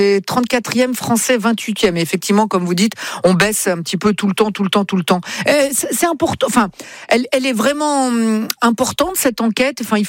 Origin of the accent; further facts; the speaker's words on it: Italy; Moi, je suis italien, moi. Je parle avec les mains, moi, tu le sais bien.